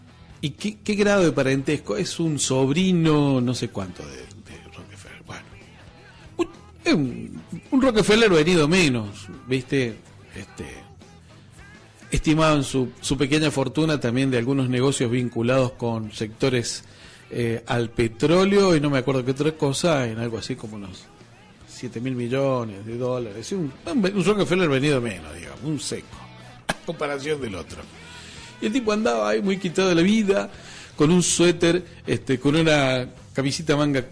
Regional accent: Argentina; Yo soy argentino, le digo.

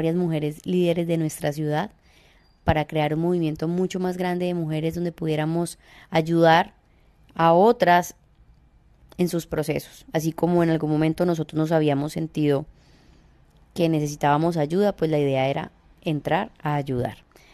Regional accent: Cali, Valle del Cauca, Colombia; soy de Cali, Colombia, y voy a estar conduciendo este programa

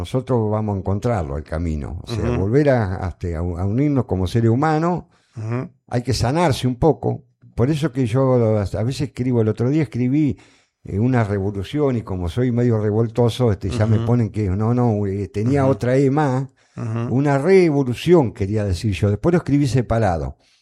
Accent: Buenos Aires, Argentina; born there; cuando éramos chicos, vivíamos en Martínez Díaz, Partido Lincoln.

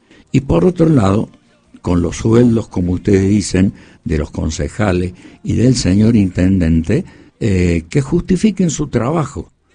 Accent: Villa Mercedes, San Luis, Argentina; born there; also born or lived in Mendoza; Hace 70 años que vivo acá y por eso quiero mucho a Villa Mercedes, a pesar de que yo soy mendocino. Pero hace 70 años que mis padres me trajeron a vivir a Villa Mercedes.

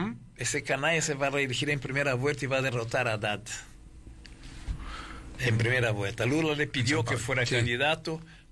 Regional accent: Chile; moved away as an adult; also born or lived in Cuba; now in Argentina; Es que yo salí de Chile 73... del gol, porque yo tengo el golpe en Brasil, golpe de Chile, golpe de Argentina. Ahí me dije, me voy a un país que no hay golpes.

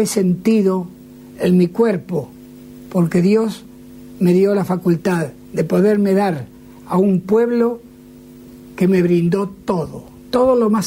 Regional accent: Argentina; a través de él pude conocer otros países tan, tan hermosos como este, pero no tan querido para mí como mi Argentina.

